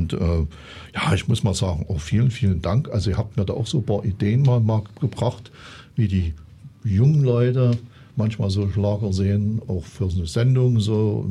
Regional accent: Saxony, Germany; Also, ich bin ja Sachse, also ich weiß es jetzt nicht so aus der sächsischen Schullandschaft

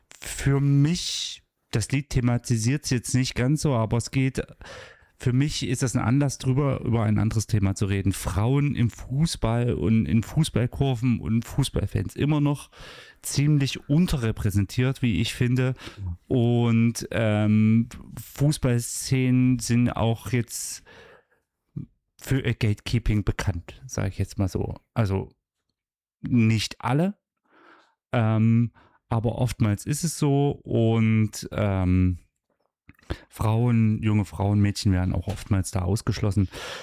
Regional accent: Frauenprießnitz, Thuringia, Germany; Ich komme ja ursprünglich aus Frauenpriesens.

